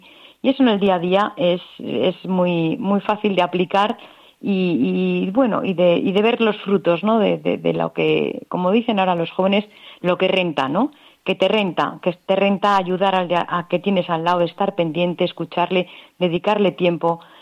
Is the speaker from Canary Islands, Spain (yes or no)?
yes; Canary Islands, Spain; todos los canarios como españoles